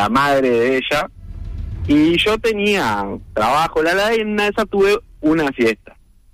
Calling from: Uruguay; Y como buen uruguayo.

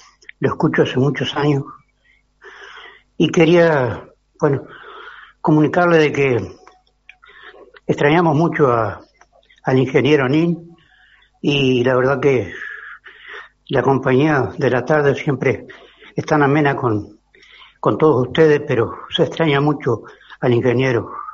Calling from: Piriápolis, Maldonado, Uruguay; Yo soy de acá, estoy momentáneamente en Pan de Azúcar, pero soy de Piriápolis.

